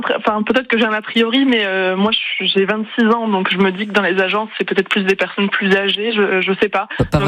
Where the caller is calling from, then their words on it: Toulouse, Occitanie, France; Non, moi, je suis toulousaine